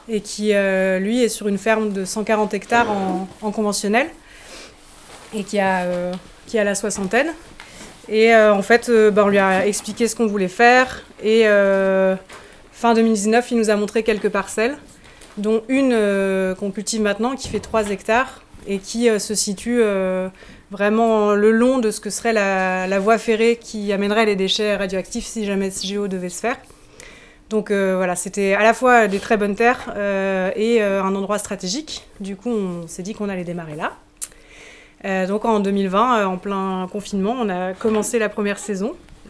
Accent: Grand Est, France; Et je viens de Lorraine, mais je ne connaissais pas Bure avant d'avoir été en Allemagne.

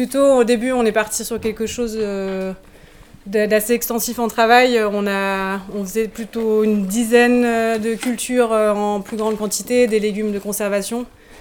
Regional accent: Grand Est, France; moved away as an adult; also born or lived in Germany; je viens de Lorraine, mais je ne connaissais pas Bure avant d'avoir été en Allemagne. Donc je suis revenue m'installer là-bas en 2019.

